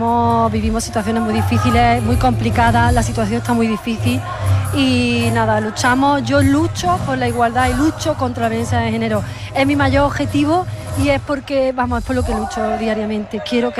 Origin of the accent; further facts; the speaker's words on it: Archidona, Andalusia, Spain; E incluso en mi pueblo, en Archidona, me felicitan